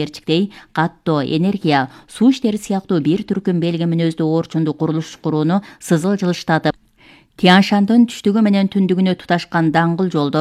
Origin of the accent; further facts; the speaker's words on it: Xinjiang, China; Үрүмчү-Лопнур жогору ылдамдыктагы таш жолунда каттоо башталбай турганда мен бул жерде туулуп өскөн жергиликтүү малч элем.